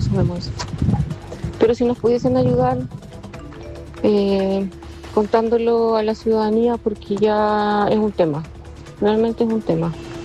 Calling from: Concepción, Biobío, Chile; yo soy de Valle Volcán

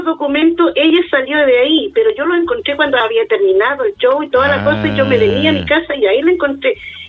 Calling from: Coronel, Biobío, Chile; yo soy de Coronel, yo trabajo aquí en Pedro de Valdivia.

